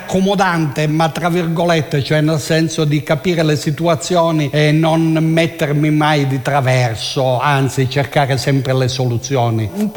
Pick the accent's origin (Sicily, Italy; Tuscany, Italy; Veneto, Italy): Sicily, Italy; Dalla Sicilia.